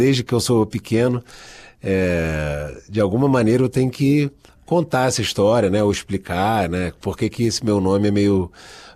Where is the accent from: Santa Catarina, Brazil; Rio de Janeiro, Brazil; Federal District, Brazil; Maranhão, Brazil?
Rio de Janeiro, Brazil; born there; Porque eu nasci no Rio de Janeiro.